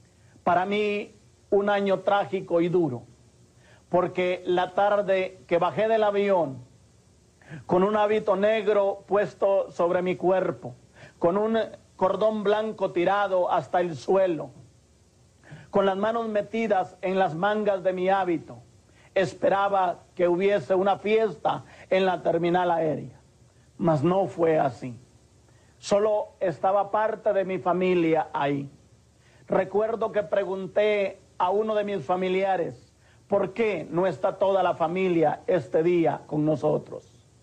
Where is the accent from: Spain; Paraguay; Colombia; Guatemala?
Guatemala; moved away; Yo pregunté que siendo guatemalteco, ¿por qué me tendría que ir al exilio? Y me dijeron, porque usted habló con su padre y sabe lo que pueda pasar si se queda en Guatemala.